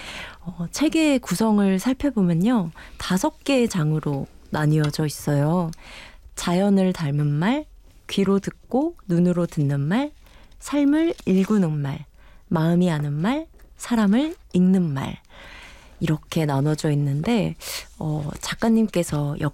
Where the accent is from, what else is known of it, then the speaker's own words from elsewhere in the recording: South Korea; 한국인으로서 이 DNA에서 느껴지는 어감이 주는 그 감상이 있죠.